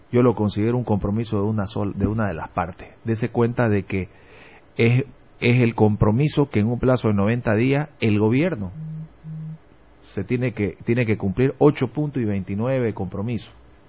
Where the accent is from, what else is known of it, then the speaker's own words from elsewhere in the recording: Santa Cruz, Bolivia; ya hablando de nosotros como cruceños